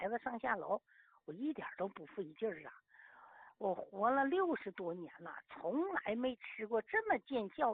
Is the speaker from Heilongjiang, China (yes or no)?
yes; Heilongjiang, China; accent: Northeastern (Dongbei); moved away as an adult; now in Guangxi, China; 我老家我是东北，我是黑龙江皂源县的。